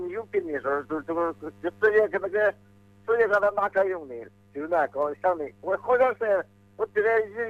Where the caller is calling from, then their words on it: Zhongxiang, Hubei, China; 我是那个中乡市丰乐镇东城的